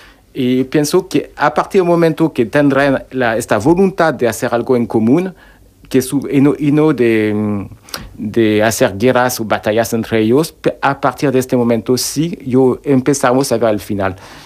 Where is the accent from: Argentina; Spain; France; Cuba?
France; now in Mexico City, Mexico; yo vengo, soy francés.